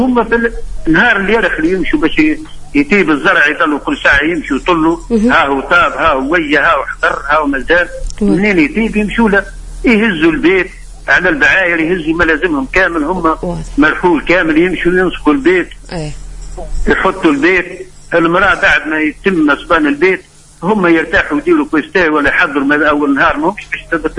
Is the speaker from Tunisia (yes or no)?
yes; southern Tunisia, Tunisia; بلغتنا احنا في الجنوب